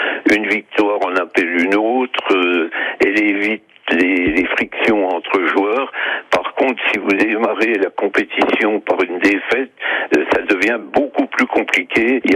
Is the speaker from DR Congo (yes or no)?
no; France